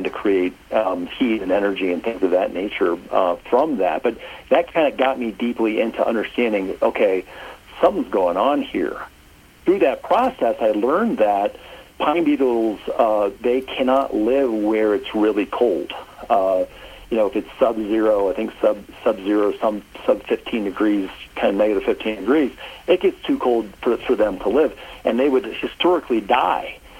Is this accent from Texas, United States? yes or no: yes; Texas, United States; also born or lived in Oklahoma; My mom's a farmer's daughter from North Dakota. My dad's a city slicker from Philadelphia. I was born in Oklahoma, and I grew up in Texas.